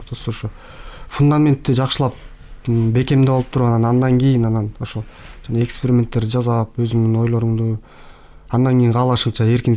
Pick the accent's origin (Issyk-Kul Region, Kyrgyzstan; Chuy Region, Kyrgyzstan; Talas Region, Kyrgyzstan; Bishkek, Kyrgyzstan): Issyk-Kul Region, Kyrgyzstan; Bakamai; Мен өзүм ошо Ысык Көлдөн болом, ошо көлдө Бакамай айылында ошол жерде мектепте окуп